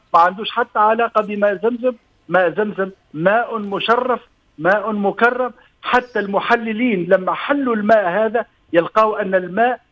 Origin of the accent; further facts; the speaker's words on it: Tunisia; أحفظ بلادنا تونس